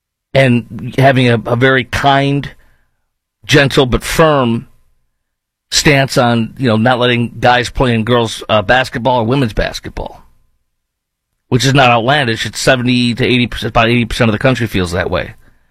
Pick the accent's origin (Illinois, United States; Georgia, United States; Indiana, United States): Illinois, United States; Chicago; Now, I grew up in Chicago during the time of the Bulls with the three-peat, the four-peat, the five-peat